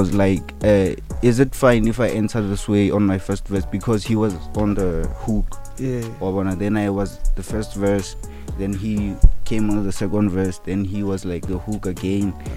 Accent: Groblersdal, Limpopo, South Africa; I'm from Groblersdal, Mogaung.

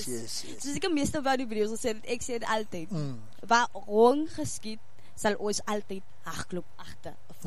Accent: Calitzdorp, Western Cape, South Africa; ek is oorspronkelijk van Calitzdorp

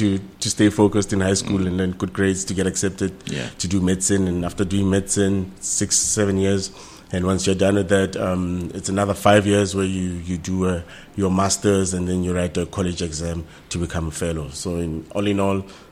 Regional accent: Gauteng, South Africa; I'm an orthopedic surgeon. Born and bred in the Vaal. Did my MBCHB at Stellenbosch University. After that, came back and worked in the Vaal, did my internship

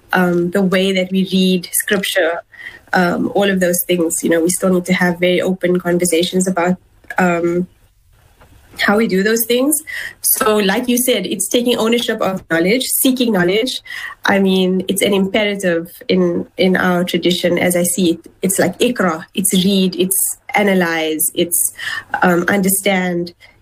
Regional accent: South Africa; you know, as a South African, as a Muslim.

